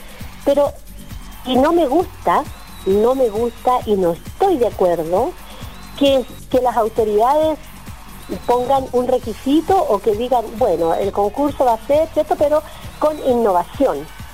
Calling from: Chile; como buen chileno o buena chilena

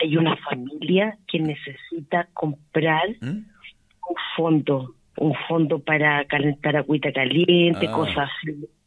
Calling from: Rengo, O'Higgins, Chile

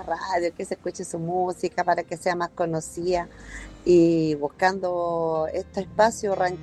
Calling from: Chile; casi todas acá somos chilenas

